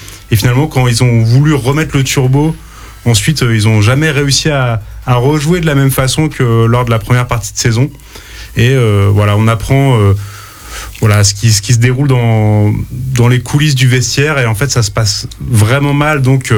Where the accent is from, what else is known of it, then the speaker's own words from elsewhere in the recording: Normandy, France; now in La Roche-sur-Yon, France; je suis originaire du Calvados.